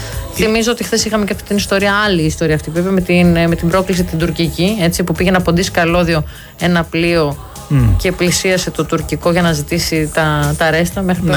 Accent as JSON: {"language": "Greek", "country": "Greece", "said": "Εμείς δηλαδή ως Έλληνες."}